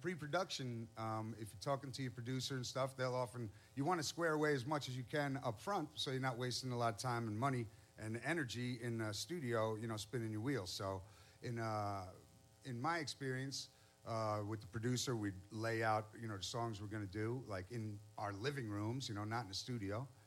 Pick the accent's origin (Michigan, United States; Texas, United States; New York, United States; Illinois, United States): Michigan, United States; Ypsilanti; This is about my hometown of Ypsilanti, Michigan.